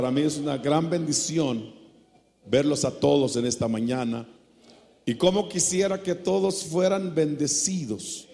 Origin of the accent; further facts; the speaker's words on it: Guatemala